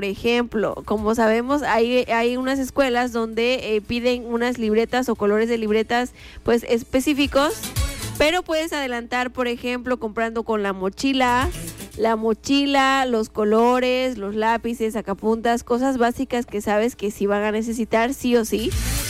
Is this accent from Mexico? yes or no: yes; Mexico